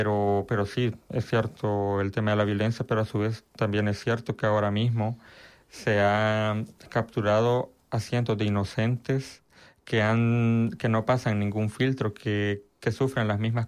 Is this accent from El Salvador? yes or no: yes; El Salvador; now in Spain; El Salvador, en España, perdón, fue tener claro que yo no podía volver bajo ninguna circunstancia a mi país de origen. ¿Por qué? Porque lo único que me garantiza El Salvador ahora mismo es la cárcel.